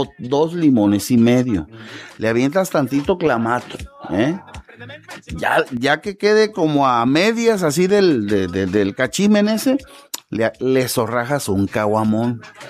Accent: Mexico; yo soy de ahí de Tapeces

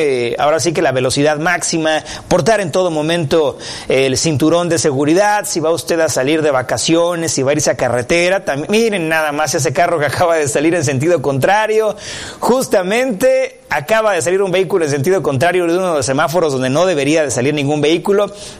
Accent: Chiapas, Mexico; A veces somos de Chiapas y no conocemos todos estos lugares tan bonitos

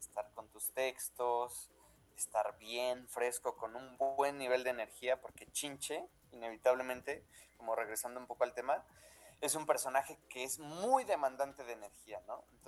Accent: Guadalajara, Jalisco, Mexico; moved away as an adult; also born or lived in Japan; now in Mexico City, Mexico; yo nací en Japón por azares del destino, pero yo siempre digo que soy tapatío porque pues toda mi familia es de allá. Yo me crié en Guadalajara y allá viví muchos años. Y justo me vine a la Ciudad de México hace más de 10 años

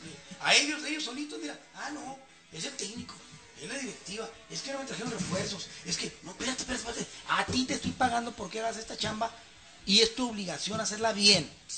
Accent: Mexico

